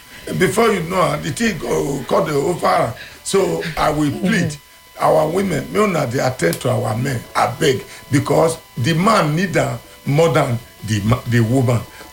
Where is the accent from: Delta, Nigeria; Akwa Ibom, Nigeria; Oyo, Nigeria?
Delta, Nigeria; I'm from Delta.